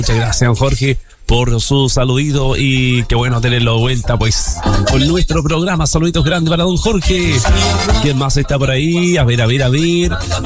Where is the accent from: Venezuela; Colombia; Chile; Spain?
Chile; Somos chilenos